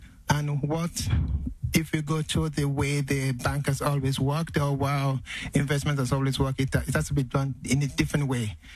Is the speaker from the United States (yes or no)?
no; Abuja, Federal Capital Territory, Nigeria; I'm from Abuja.